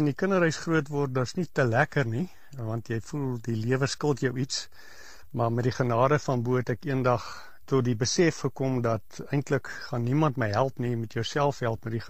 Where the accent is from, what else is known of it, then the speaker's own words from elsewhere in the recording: Potchefstroom, North West, South Africa; Ryk, ek kom van Potchefstroom se wêreld af. Ek het daar in die Abraham Giel kinderhuis groot geword.